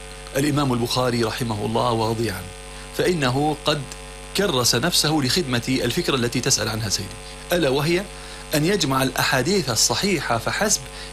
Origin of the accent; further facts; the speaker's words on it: Syria; moved away; اليوم نحن من حرم من سوريا والله.